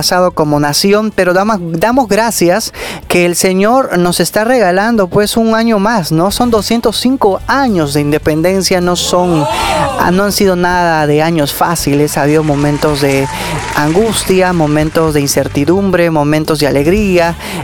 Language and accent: Spanish; Peru; como peruanos nos vamos recordando